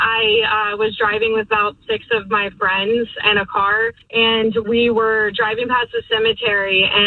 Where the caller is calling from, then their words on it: Pennsburg, Pennsylvania, United States; I'm from the Pennsburg area.